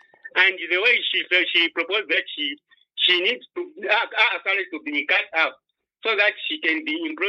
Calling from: Lusaka, Lusaka Province, Zambia; calling from Matero.

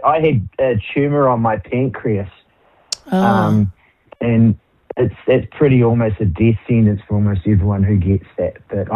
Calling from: New Zealand; because I'm a Kiwi and I live in New Zealand.

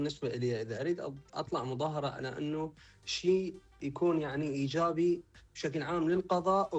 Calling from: Al-Qa'im, Al Anbar, Iraq

